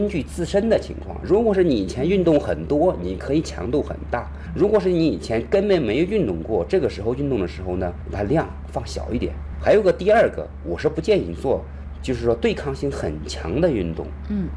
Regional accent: North China, China; 你看我在我们高中的时候，我们是北方人，吃馒头啊，吃个两三个馒头、三四个馒头都有可能。

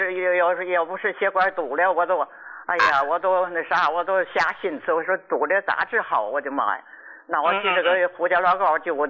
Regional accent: Qinhuangdao, Hebei, China; 我秦皇岛的患者，我今年86了。

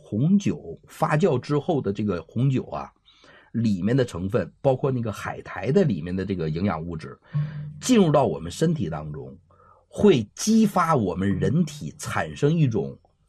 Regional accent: China

